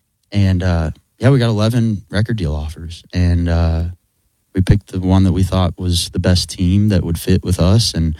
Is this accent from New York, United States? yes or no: no; Bixby, Oklahoma, United States; Bixby, Oklahoma.